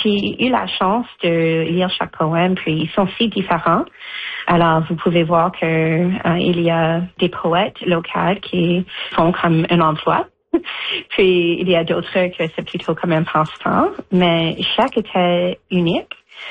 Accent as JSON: {"language": "French", "country": "Canada", "said": "Puis, ça aussi démontre que je suis canadienne, mais aussi j'utilise Fahrenheit pendant l'été parce que je suis si proche à la frontière."}